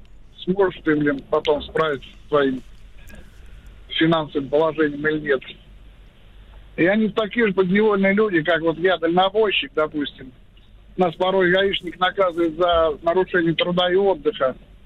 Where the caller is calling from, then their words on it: Tambov, Tambov Oblast, Russia; Город Тамбов